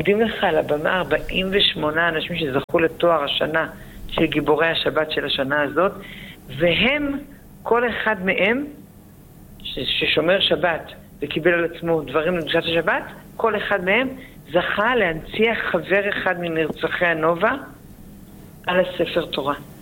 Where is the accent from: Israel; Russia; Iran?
Israel; Jerusalem, Jerusalem District; אני גדלתי במאה שערים. לא עשיתי שום דבר להיוולד שם. פשוט נולדתי לתוך זה.